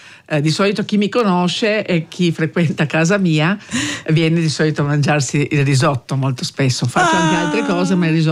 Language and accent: Italian; Koper, Slovenia; also born or lived in Piran; io dicevo sì, sono di Capodistria